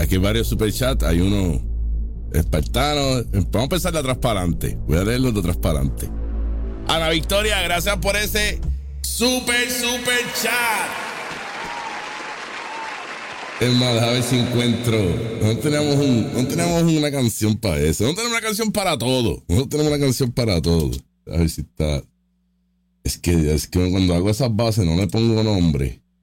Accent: Puerto Rico; Tenemos que vivirlo, somos americanos, Puerto Rico USA y Puerto Rico USA.

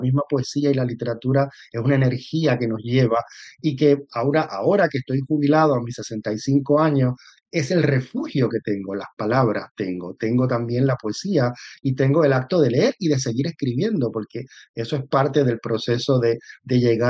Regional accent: Puerto Rico; moved away as an adult; Si es que yo soy parte de la diáspora, yo me fui muy joven de Puerto Rico a los 23 años, pero he vuelto siempre a la isla, he vuelto a la isla

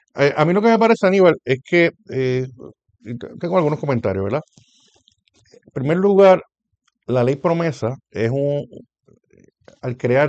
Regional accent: Puerto Rico; la condición de Puerto Rico como un territorio no incorporado a Estados Unidos, que le pertenecemos a, pero no somos parte de Estados Unidos

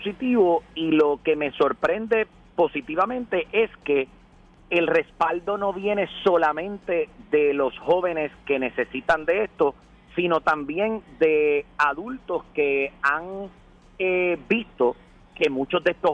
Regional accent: Puerto Rico; nuestra isla

